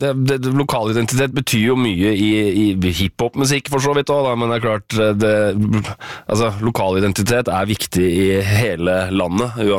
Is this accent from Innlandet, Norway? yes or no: yes; Lillehammer, Innlandet, Norway; altså jeg er jo født og oppvokst på Lillehammer